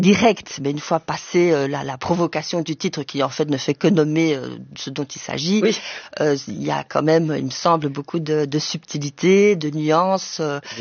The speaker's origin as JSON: {"language": "French", "country": "Luxembourg", "tie": "born or raised there", "also_born_or_lived": "Brussels, Belgium", "moved": "as an adult", "said": "Disons, oui, je suis née à Bruxelles, d'une mère espagnole, d'un père belge. Ensuite, j'ai grandi au Grand-Duché de Luxembourg et j'ai vécu jusqu'à mes 18 ans."}